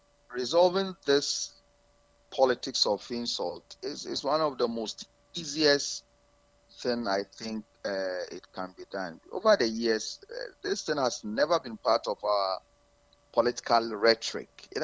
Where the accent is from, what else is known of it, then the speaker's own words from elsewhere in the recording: Ghana; As a Ghanaian, someone who is proud to say that I'm very well brought by my parents, like many other Ghanaians